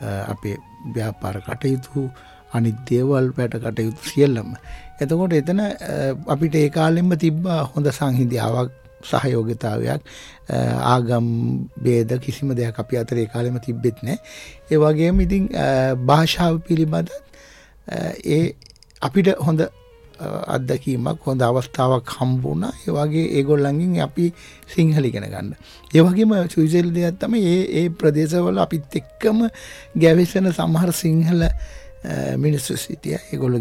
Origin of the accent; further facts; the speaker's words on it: Pugoda, Western Province, Sri Lanka; ඒ මල්වාන පිහිටා තියෙන්නේ මගේ උපන් ගම පූගොඩ කුමාරිමුල්ල කියන ගම්මානේ.